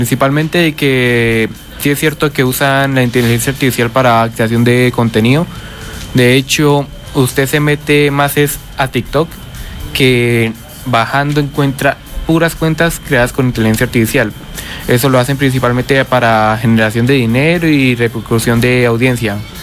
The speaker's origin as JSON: {"language": "Spanish", "town": "Piedecuesta", "region": "Santander", "country": "Colombia", "said": "porque yo soy de Piedecuesta"}